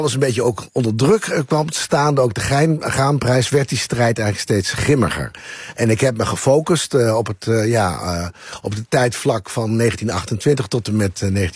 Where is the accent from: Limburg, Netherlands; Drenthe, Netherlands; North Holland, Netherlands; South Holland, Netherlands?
Drenthe, Netherlands; Assen; Ik kom zelf uit Assen, ja.